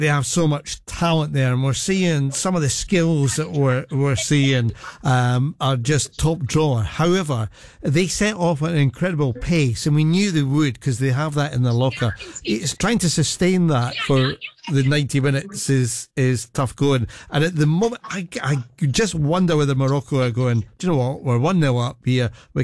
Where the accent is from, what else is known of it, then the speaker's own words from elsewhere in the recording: Scotland, United Kingdom; I'm Scottish, I know that the Tartan Army win friends wherever they go.